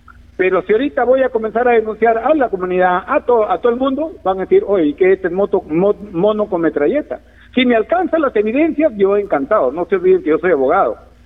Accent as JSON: {"language": "Spanish", "town": "Olmos", "region": "Lambayeque", "country": "Peru", "said": "Y acá tienen a un paisano de Olmos"}